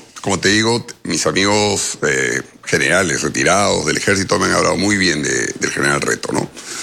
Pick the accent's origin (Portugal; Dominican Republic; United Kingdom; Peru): Peru; Bueno, es que todos son peruanos, todos somos peruanos.